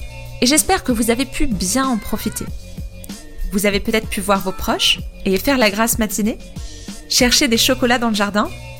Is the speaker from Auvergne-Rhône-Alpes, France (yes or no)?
no; Grand Est, France; Moi, je viens de Lorraine. Mais de cette partie qui n'a jamais été allemande.